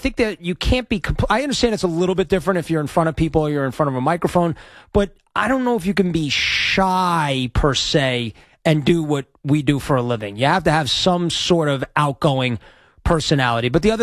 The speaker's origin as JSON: {"language": "English", "region": "New York", "country": "United States", "said": "she's from New Jersey. I'm from New York."}